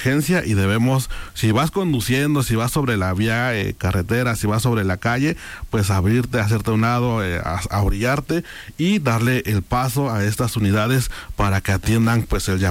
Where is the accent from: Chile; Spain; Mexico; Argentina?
Mexico